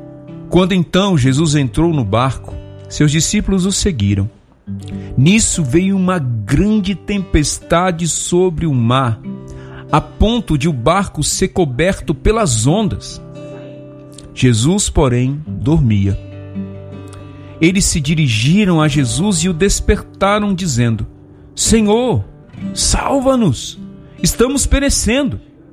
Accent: Pará, Brazil; moved away; É perto da minha, do meu Pará, né? Eu sou paraense de origem.

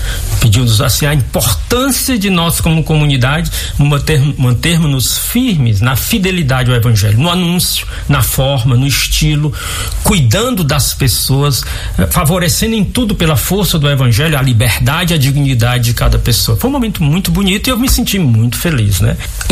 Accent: Brazil; particularmente eu que venho do Brasil

